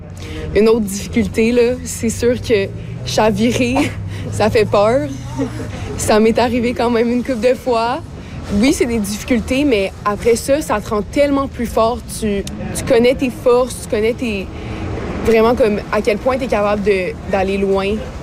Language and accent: French; Montreal, Quebec, Canada; la plupart du groupe, on vient de Montréal. C'est comme un endroit où tout va tellement vite. Tu vois pas beaucoup de nature, t'as pas beaucoup de temps pour entendre tes pensées.